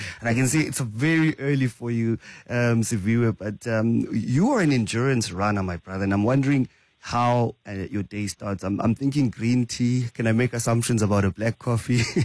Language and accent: English; East London, Eastern Cape, South Africa; I come from East London for it to end. Emondi, and now called, of course, Kukombo City. When I grew up, we used to drive, and then all you'd see is people running in the freeway.